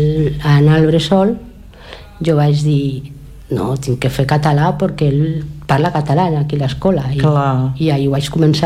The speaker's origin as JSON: {"language": "Catalan", "town": "Barcelona", "region": "Catalonia", "country": "Spain", "tie": "born or raised there", "said": "jo vaig néixer en Barcelona, en un barri, en Poblenou, en el barri de Poblenou, i allí en el barri l'escola tota era en castellà"}